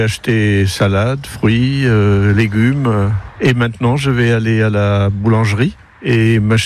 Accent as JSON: {"language": "French", "country": "Germany", "second_language": "French", "moved": "yes", "lives_now": "France", "said": "je suis allemand."}